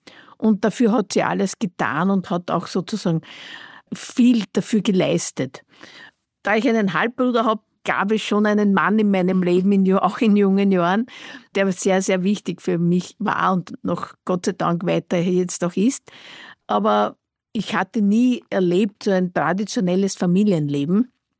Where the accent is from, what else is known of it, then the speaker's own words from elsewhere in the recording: Vienna, Austria; Na, ich bin ja im alten Floridsdorf aufgewachsen. Ich bin ganz, ganz in der Nähe vom Spitz aufgewachsen, in einem Altbauhaus.